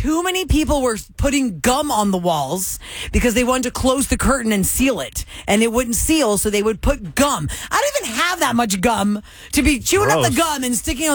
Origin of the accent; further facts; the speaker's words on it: Houston, Texas, United States; No, the one that I grew up near in Sharpstown was right there, Kevin, where now it's a bunch of food retail.